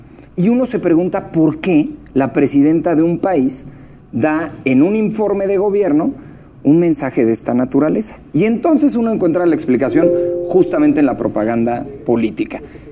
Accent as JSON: {"language": "Spanish", "region": "Querétaro", "country": "Mexico", "said": "lo digo como provinciano de mi Querétaro lindo"}